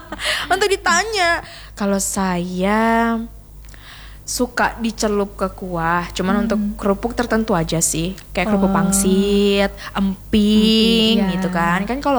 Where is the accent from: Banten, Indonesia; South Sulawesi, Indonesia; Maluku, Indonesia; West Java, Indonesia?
South Sulawesi, Indonesia; Makassar; Oh, asli mana? Makassar asli.